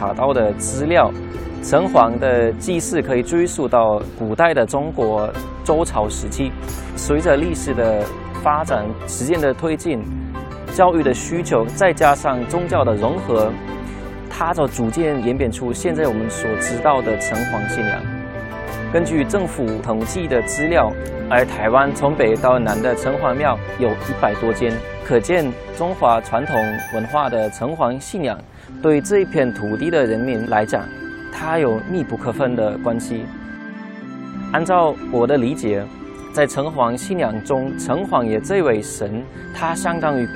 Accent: Germany; Chinese is a second language; moved away as an adult; now in Taiwan; 我是德国人。那因为我喜欢中华文化，对中华文化感到有兴趣，那因此呢，我来到台湾念书。

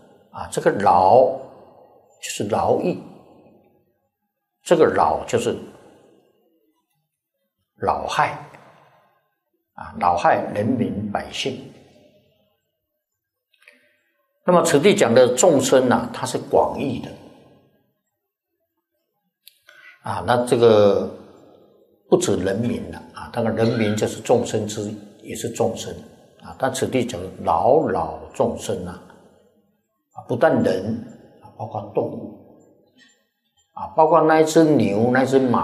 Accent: Taiwan; 来些钱哇，我们是台湾来的啊，带些钱呐

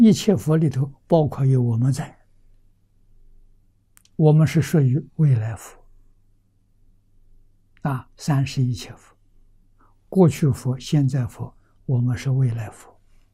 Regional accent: China

